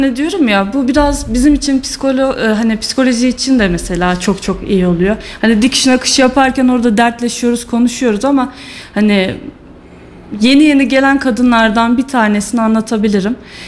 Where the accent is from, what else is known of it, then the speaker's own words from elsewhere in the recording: Sivas, Turkey; Yok, Sivaslıyım aslında. Doğma büyüme